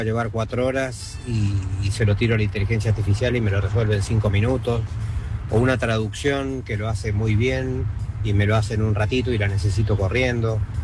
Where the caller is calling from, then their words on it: Buenos Aires, Argentina; de Belgrano